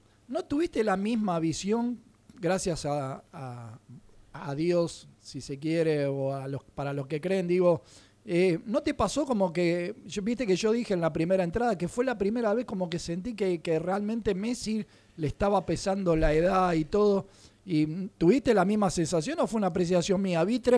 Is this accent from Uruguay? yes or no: yes; Uruguay; Nosotros en Uruguay, o en mi pueblo, al menos mi hermano, yo tenemos la costumbre